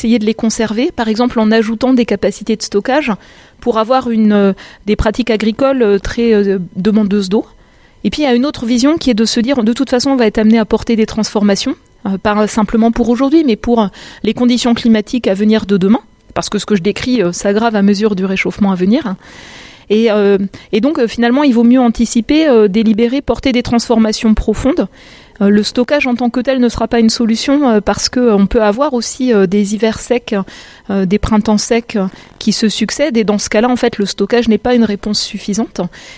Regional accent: Grand Est, France; Mon expérience personnelle, j'ai grandi en Lorraine.

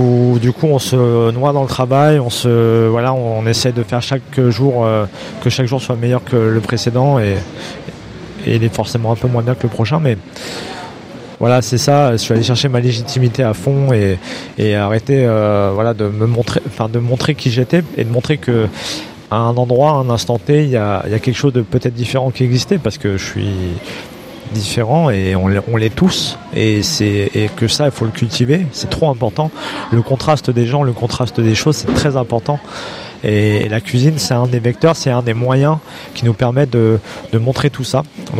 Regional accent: Lyon, Auvergne-Rhône-Alpes, France

